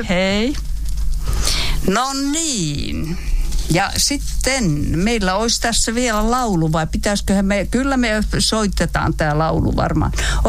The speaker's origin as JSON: {"language": "Finnish", "region": "Ostrobothnia", "country": "Finland", "accent": "Ostrobothnian", "said": "No mä puhun pohjalaista. En siis tämmöistä. Mä puhun samanlaista, kun puhutaan tuolla, sanotaanko nyt Kokkola-paikkeilla."}